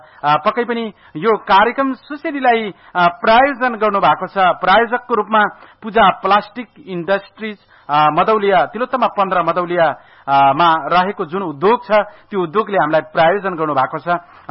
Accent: Kaligandaki, Gandaki Province, Nepal; स्याङ्जा कालीगण्डकी गाउँपालिका बलाम बेल्टारी भन्ने ठाउँमा चाहिँ मेरो घर।

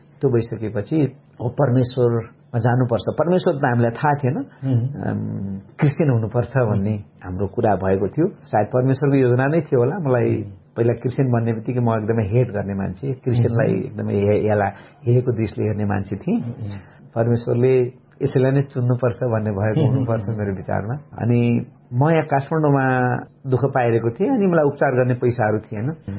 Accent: Birendranagar, Karnali Province, Nepal; now in Kathmandu, Nepal; मेरो खास, मेरो ओरिजन सुर्खेत जिल्ला वीरेन्द्रनगर नगरपालिका वार्ड नम्बर 10 पर्छ। मेरो बाल्यकाल त्यहीँ सुर्खेतमै बित्यो र पढाइको सिलसिलामा अनि म काठमाडौँतिर आएँ।

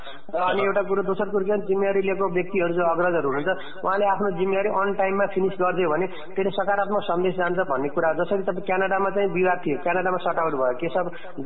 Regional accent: Dhading, Bagmati, Nepal; now in Australia; पनि अस्ट्रेलियाको चाहिँ जनसमिति सभापति उम्मेद्वार हुँदै गर्दाखेरि म धादिङबाट हुँ

